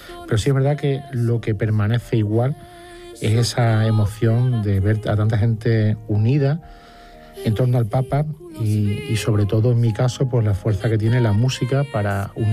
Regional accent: Extremadura, Spain; Como extremeño, fundamentalmente con Fray José.

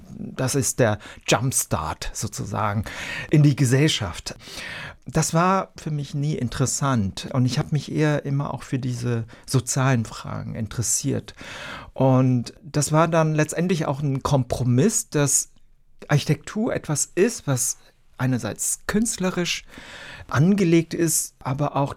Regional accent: Bonn, North Rhine-Westphalia, Germany; Ich bin in Bonn zur Schule gegangen.

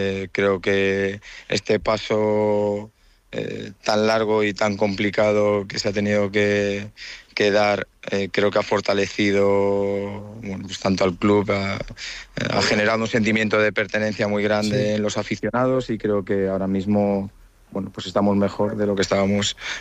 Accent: Santander, Cantabria, Spain

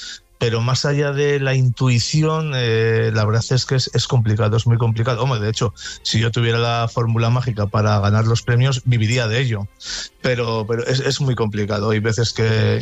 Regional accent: Haro, La Rioja, Spain; en el certamen San Felices de Bilibio, que además es de mi pueblo, en Aro

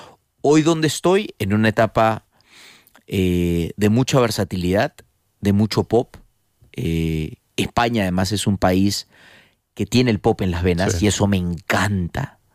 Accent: Peru; moved away as an adult; now in Spain; me siento muy orgulloso de ser peruano y adoro mi país

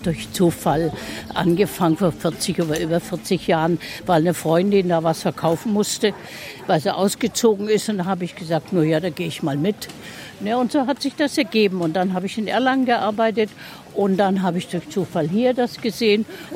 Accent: Silesian Voivodeship, Poland; moved away; Nein, ich komme aus Schlesien, ich bin Flüchtling.

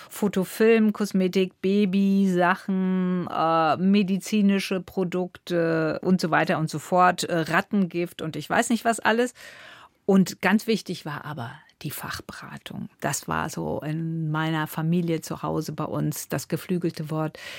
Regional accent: Cologne, North Rhine-Westphalia, Germany; Und die Drogerie war in Köln, Köln-Beckendorf. Wir sind schon in der Großstadt aufgewachsen, aber das sind ja immer diese wunderbaren Ambivalenzen, weil im Grunde genommen war es bei uns wie auf dem Dorf.

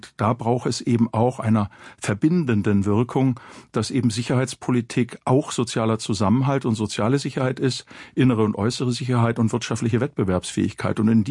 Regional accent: Germany; wir auch als Deutsche

